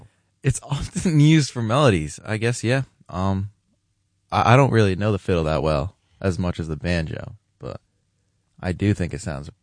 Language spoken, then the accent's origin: English; New Jersey, United States; I'm from New Jersey.